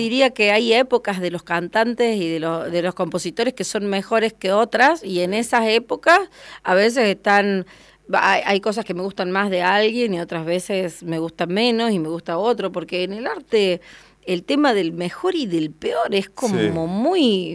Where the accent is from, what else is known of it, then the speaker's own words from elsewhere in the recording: Argentina; nos tocó vivir como sociedad y como pueblo argentino